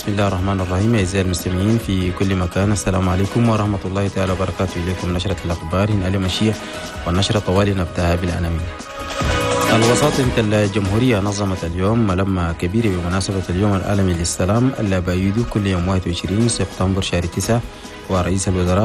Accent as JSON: {"language": "Arabic", "country": "Chad", "said": "كان جالي زيارة أمل في بلدنا تشاد قاعد فوقها 5 يوم"}